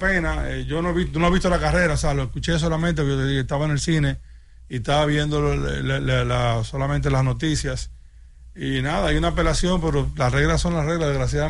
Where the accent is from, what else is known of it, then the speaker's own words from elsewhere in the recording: Dominican Republic; nosotros como ciudadanos dominicanos